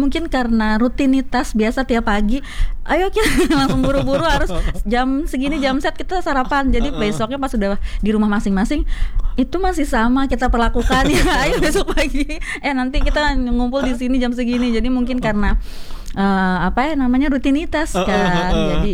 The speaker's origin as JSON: {"language": "Indonesian", "region": "Aceh", "country": "Indonesia", "tie": "born there", "also_born_or_lived": "North Sumatra", "moved": "yes", "said": "saya sendiri adalah terlahir dari kota Sumatera Utara dan kampung halaman saya di Aceh"}